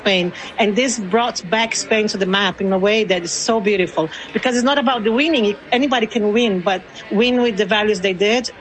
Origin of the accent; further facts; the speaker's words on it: Rio de Janeiro, Brazil; born there; English is a second language; No, since I was a little girl. I was born in Rio, so I'm half Brazilian, half Spanish, so imagine.